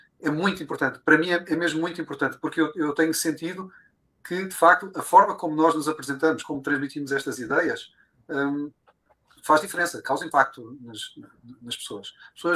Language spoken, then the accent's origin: Portuguese; Lisbon, Portugal; eu sou de Lisboa